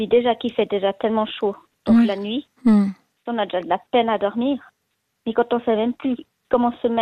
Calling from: La Tour-de-Peilz, Vaud, Switzerland; La tour de Passem, près de Vevey, entre Vevey et Montreux.

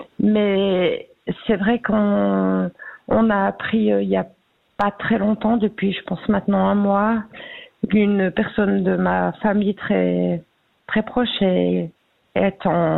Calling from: Baden, Aargau, Switzerland; De la région d'Argovie.

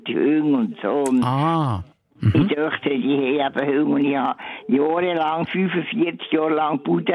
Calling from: Ligerz, Bern, Switzerland; Ich bin alleine, ich wohne alleine, so hoch über den Bielsee im eigenen Haus.

